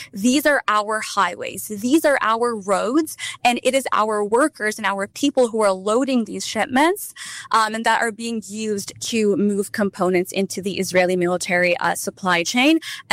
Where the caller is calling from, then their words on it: Canada; So I'm calling in from Canada.